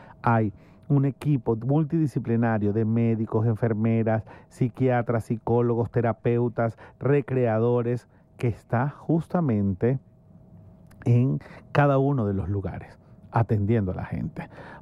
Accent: Maracaibo, Zulia, Venezuela; yo soy de Maracaibo

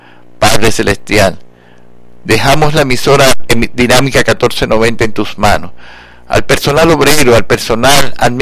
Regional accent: Venezuela; Por eso mi tierra, Venezuela, te pertenece.

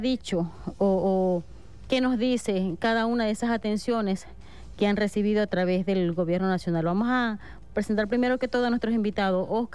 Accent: Venezuela; no solamente como venezolana, sino también como hermanos del pueblo guayú.

